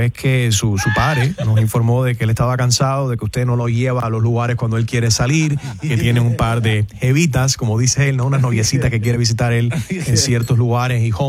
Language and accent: Spanish; United States; born there; yo nací aquí en los Estados Unidos, igual que Marco Rubio. Somos de herencia cubana.